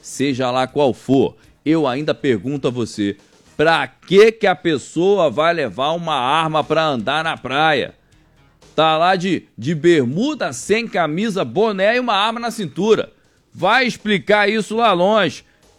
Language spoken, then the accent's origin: Portuguese; Brazil